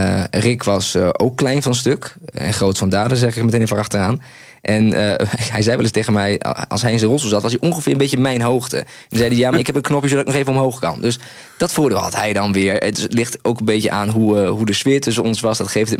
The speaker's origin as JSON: {"language": "Dutch", "region": "Groningen", "country": "Netherlands", "said": "Ze vonden mij juist heel direct als Groninger."}